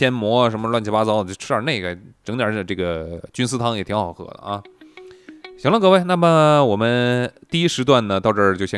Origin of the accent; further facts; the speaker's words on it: Northeast China, China; 咱们东北这边呢，蘑菇不多啊，基本上反正因为气候原因吧，这个有毒的也不多